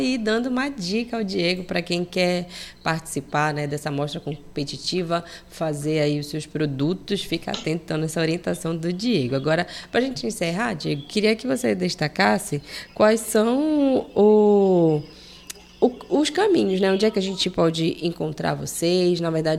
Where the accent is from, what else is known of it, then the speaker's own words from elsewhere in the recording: Amazon, Brazil; esse sentimento de pertencimento enquanto amazônida que somos.